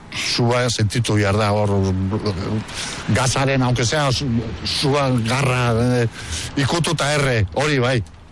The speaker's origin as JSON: {"language": "Basque", "region": "Basque Country", "country": "Spain", "said": "ni baukat patria, ni euskalduna naiz, eta puntxo, ez?"}